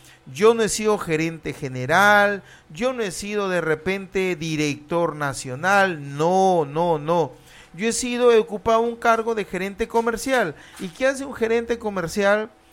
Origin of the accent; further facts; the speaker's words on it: Tucumán, Argentina; como tucumano siempre he salido a la palestra a decirles a los gerentes, a los subgerentes, decirles, amigos, por favor, ayuden a mi pueblo de Tucumán.